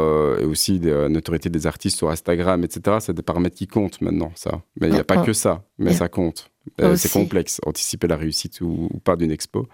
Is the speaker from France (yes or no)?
no; Liège, Wallonia, Belgium; moi je suis liégeois